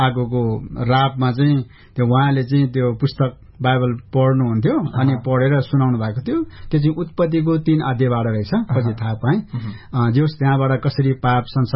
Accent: Lamjung District, Gandaki Province, Nepal; Nepali is a second language; मेरो जन्म लमजुङ जिल्लाको त्यति बेलाको नौथर गाविसमा वडा नम्बर 2 बाँसपोड गाउँ भन्छ, त्यहाँ मेरो जन्म भएको हो र म त्यहाँ हुर्केको हुँ।

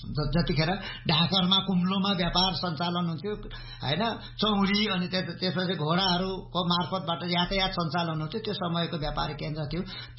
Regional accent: Koshi Province, Nepal; भारत सिक्किम र नेपालको सिमाना जोडिएको ठाउँलाई चाहिँ तीन सिमाना हुन्छ, त्यो मेरो गाउँमा पर्दछ।

